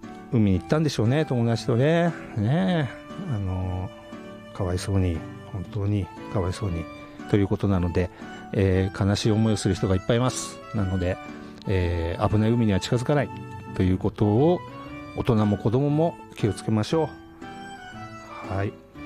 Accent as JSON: {"language": "Japanese", "region": "Chiba", "country": "Japan", "tie": "born or raised there", "moved": "yes", "said": "私も千葉育ちなんですけど、九十九里の浜ではよく遊んでたんですけれども、"}